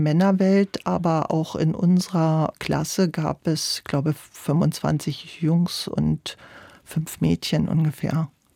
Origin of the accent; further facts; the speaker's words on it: Berlin, Germany; Naja, es war ja so, dass die Frauen in der DDR nach 6 Wochen eigentlich wieder an ihren Arbeitsplatz gingen.